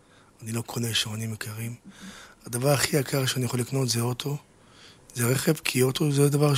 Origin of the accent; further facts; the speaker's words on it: Tel Aviv, Tel Aviv District, Israel; אחד שבא מהשכונות, באתי מכפר שלם